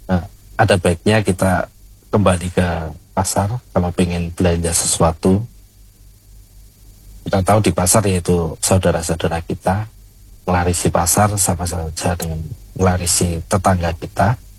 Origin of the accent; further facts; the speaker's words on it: Ponorogo, East Java, Indonesia; now in Yogyakarta, Indonesia; walaupun saya orang Ponorogo tinggal di Jogja